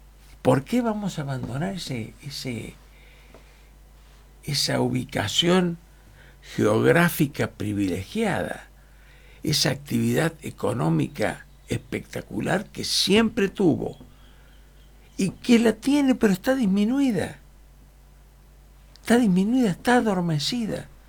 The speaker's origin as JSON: {"language": "Spanish", "town": "Villa Mercedes", "region": "San Luis", "country": "Argentina", "said": "No, yo soy de Villa Mercedes. Sí, Villa Mercedes es la ciudad más importante de la provincia de San Luis."}